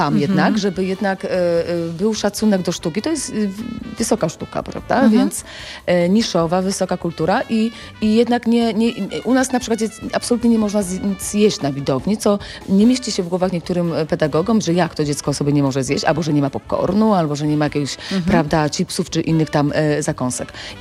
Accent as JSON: {"language": "Polish", "town": "Rabka-Zdrój", "region": "Lesser Poland", "country": "Poland", "tie": "born there", "said": "Ja też jestem urodzona w Rabce Zdroju, tutaj w Rabce mam rodzinę i jak na co dzień żyję z tą społecznością."}